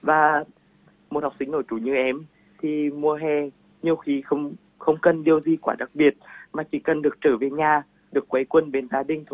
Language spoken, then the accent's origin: Vietnamese; Nghệ An, Vietnam; học sinh lớp 11A5 của trường phổ thông trung học dân tộc nội trú Nghệ An. Em là một người con của dân tộc Thái, sinh ra và lớn lên ở miền Tây xứ Nghệ.